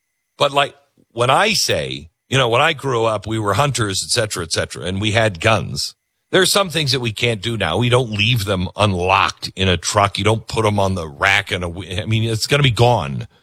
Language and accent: English; Mount Vernon, Washington, United States; I grew up in Mount Vernon, Washington. It's about, I don't know, 70 miles north of Seattle.